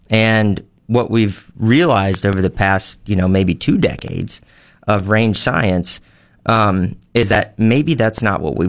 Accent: Anderson, South Carolina, United States; now in Nebraska, United States; so my background is I'm originally from the Southeast. I grew up, my hometown is Anderson, South Carolina, just down the road from Clemson University. I get asked a lot, how did you end up in Nebraska?

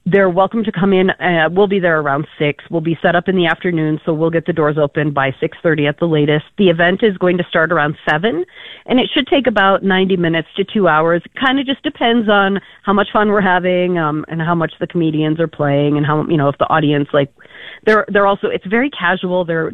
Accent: Rapid City, South Dakota, United States; I'm from Rapid City, South Dakota. We're kind of in the same boat. We don't always have a bunch of different things to choose from.

